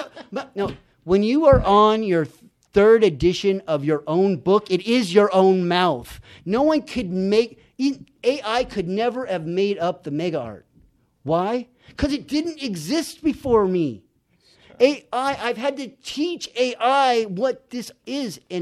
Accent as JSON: {"language": "English", "town": "San Bernardino", "region": "California", "country": "United States", "tie": "born or raised there", "also_born_or_lived": "San Felipe, Mexico"}